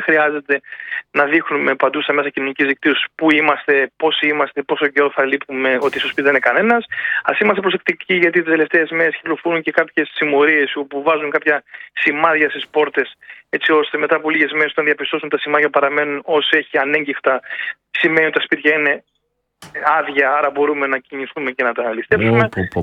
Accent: Samos, North Aegean, Greece; now in Attica, Greece; στην πατρίδα, πατρίδα μου, τη Σάμου, το νησί μου, το οποίο περαγαπώ και πάρα πολύ ωραίο νησί.

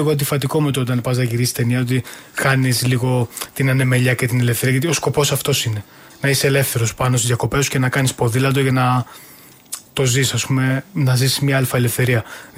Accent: Peloponnese, Greece; Είμαστε όλοι Πελοποννήσιοι, όπως είπαμε. Τέσσερις είμαστε από τη Σπάρτη και ένας είναι από το Άργος.

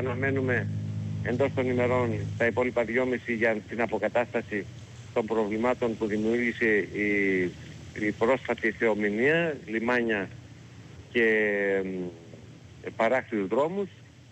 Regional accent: Leros, South Aegean, Greece

